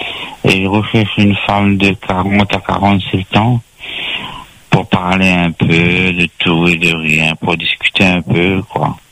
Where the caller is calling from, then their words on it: East of Réunion, Réunion; Je suis de l'Est. Je suis créole, moi.